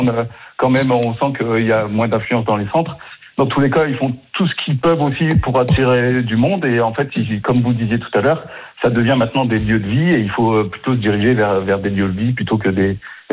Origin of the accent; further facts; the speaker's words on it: Calais, Hauts-de-France, France; born there; parce que on est voisins, puisque moi, je suis né à Calais, exactement.